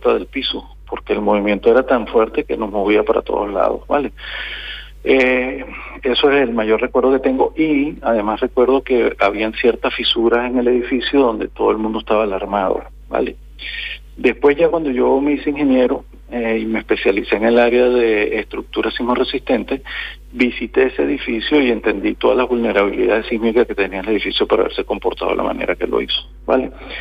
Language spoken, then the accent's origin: Spanish; Venezuela; moved away as an adult; now in Lorca, Spain; yo quiero mucho España, yo soy ciudadano español también, pero tampoco olvido mis raíces y me duele mucho mi país